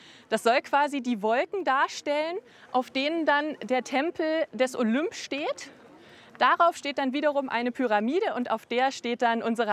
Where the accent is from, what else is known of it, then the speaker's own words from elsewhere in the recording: Baunatal, Hesse, Germany; moved away as an adult; also born or lived in Hamburg / Vienna / Japan; ich komme zwar hier aus Baunatal, aus der Gegend